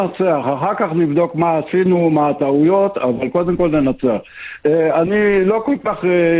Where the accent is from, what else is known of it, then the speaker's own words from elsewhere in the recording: Jerusalem, Jerusalem District, Israel; born there; אני יליד ירושלים